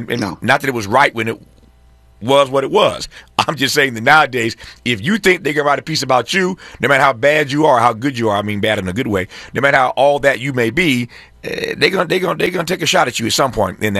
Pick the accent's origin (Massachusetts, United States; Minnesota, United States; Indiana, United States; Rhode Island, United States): Indiana, United States; also born or lived in Mississippi; as a kid growing up in Indiana, born in Mississippi